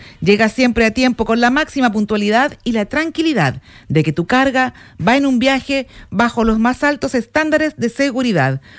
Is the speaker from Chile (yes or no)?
yes; Iquique, Tarapacá, Chile; para los que somos iquiqueños